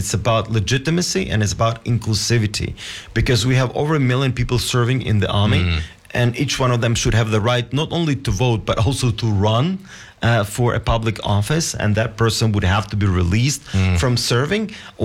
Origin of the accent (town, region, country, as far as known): Ukraine; now in Australia